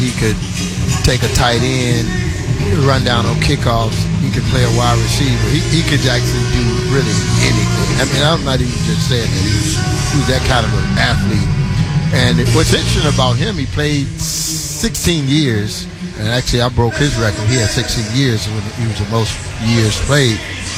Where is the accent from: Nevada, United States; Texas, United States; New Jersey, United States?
Texas, United States; Houston; I'm from Houston, Texas.